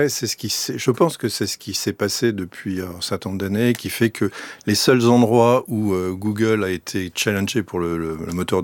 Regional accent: France; Alors peut-être aussi parce que je venais de France, et en France, moi, j'étais habitué à des startups

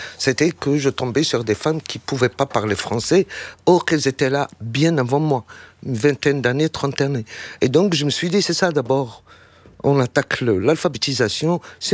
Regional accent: Morocco; born or raised there

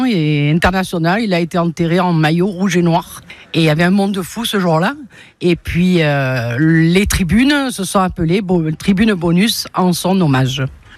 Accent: Toulon, Provence-Alpes-Côte d'Azur, France; born there; Tout à fait, hein. Je suis née à Besagne, à Toulon, donc j'ai toujours dit Manine, j'ai toujours entendu ma grand-mère dire « Oh Nine, oh chérie, oh ma belle »

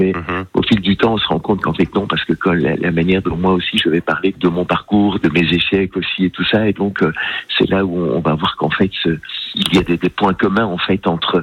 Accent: Belgium; Je viens de Belgique, il vient de Marseille. On est, il est jeune, je suis vieux

